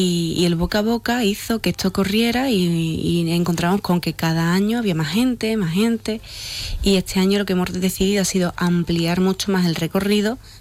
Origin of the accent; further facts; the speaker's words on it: Aroche, Andalusia, Spain; Yo en ese tiempo era guía de turismo de mi pueblo.